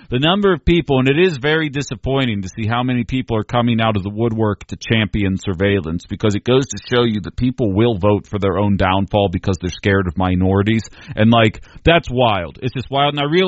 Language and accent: English; Pittsburgh, Pennsylvania, United States; born there; moved away